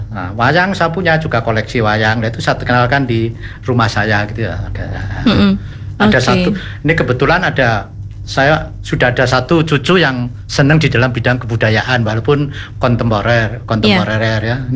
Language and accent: Indonesian; Java, Indonesia; Kebetulan karena saya orang Jawa